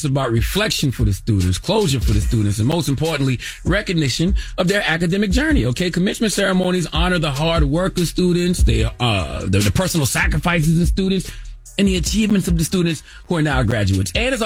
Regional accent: South Carolina, United States; Drop on the clues bombs from my home state of South Carolina.

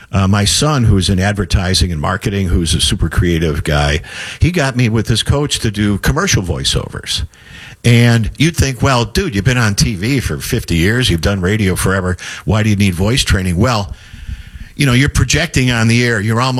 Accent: Buffalo, New York, United States; moved away as an adult; now in Chicago, United States; I'm from Buffalo, and it's exactly like Chicago in almost every way. It's just a small Chicago. Same ethnic mix of people, same weather, same attitude, blue collar, tough. So I've been in Chicago maybe a year or two.

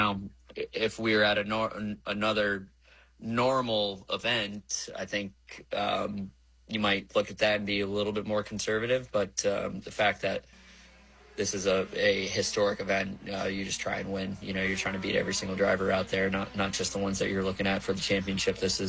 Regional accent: Florida, United States; to be a native Floridian American, born and raised here in the U.S.

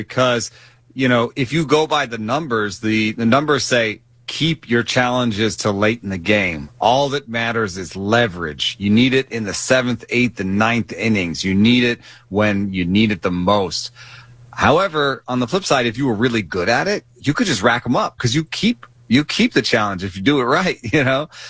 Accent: Atlanta, Georgia, United States; I know as a fan growing up in Atlanta in the late 80s and early 90s

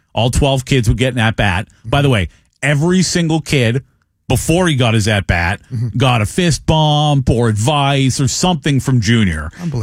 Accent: Wareham, Massachusetts, United States; and which I grew up in Wareham, Massachusetts.

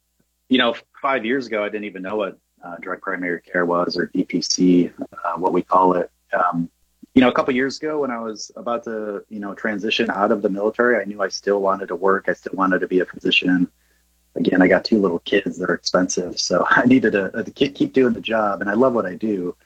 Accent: Caledonia, New York, United States; moved away as an adult; I am from Caledonia, which is, for some who don't know, it's a small town right outside of Rochester, about 45 minutes. I grew up there.

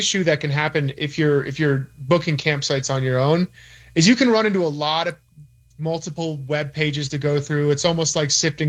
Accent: Virginia, United States; moved away; I'm originally from Virginia

